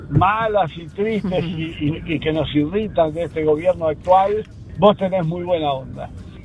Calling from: General Rodríguez, Buenos Aires Province, Argentina; trabajo en Capital y vivo en Rodríguez

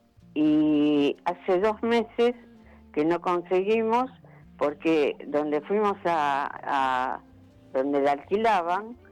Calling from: Haedo, Buenos Aires Province, Argentina

